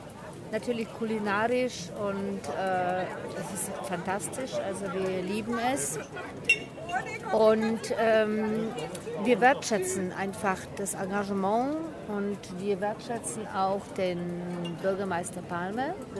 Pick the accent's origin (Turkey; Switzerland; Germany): Germany; Kirchheim unter Teck, Baden-Württemberg; Wir kommen aus Kirchheimtech.